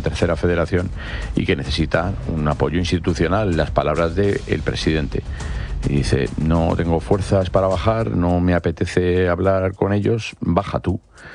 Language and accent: Spanish; Madrid, Community of Madrid, Spain; Yo soy de Vallecas, soy vallecano y a mucha honra, desde que nací, me crié y salí del barrio, ya no vivo allí